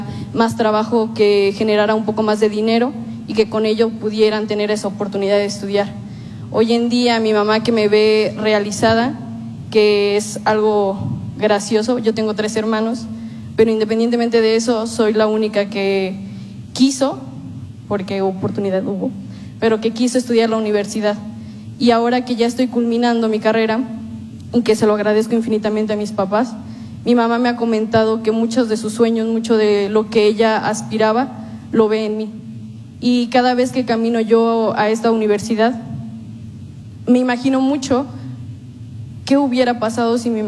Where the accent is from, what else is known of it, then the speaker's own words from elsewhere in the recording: Atotonilco de Tula, Hidalgo, Mexico; Yo soy de Atotonilco de Tula.